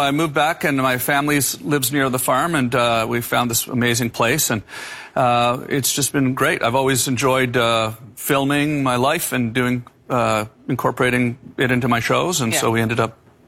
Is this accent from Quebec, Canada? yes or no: no; Ontario, Canada; moved away as an adult; also born or lived in Los Angeles; when you're growing up and you hear, you know, whippoorwills and red-winged blackbirds and bullfrogs and all these sounds and smells and things of the Ontario countryside, it kind of reminds you of home for sure.